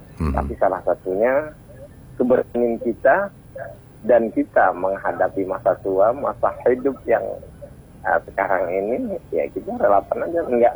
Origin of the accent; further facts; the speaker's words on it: Java, Indonesia; now in Jambi, Indonesia; Saya dari Jawa Bang Adi. Dari Jawa itu ikut paman kan. Kebetulan paman bertugas di Jambi ini.